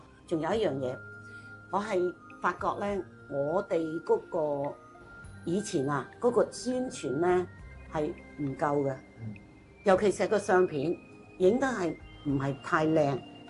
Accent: Macau; 我咧就系、是、澳门啦，土生土长嘅，咁但系咧就系、是、我系佛山人，

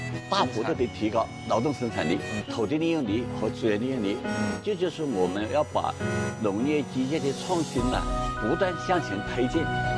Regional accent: China; 目前是我们中国做的最好的

